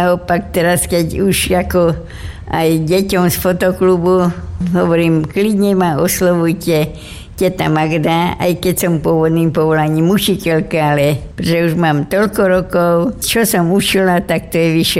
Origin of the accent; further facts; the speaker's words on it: Malženice, Trnava Region, Slovakia; also born or lived in Lutiše; Bola to obec Lutiše, blízko Starej Bystrice v 36. roku. Ja som bola štvrtá a po mne sa narodili ešte dvaja bratia. Potom sme sa v 42. presťahovali do Malženic, kde som začala chodiť aj do rímskokatolíckej školy.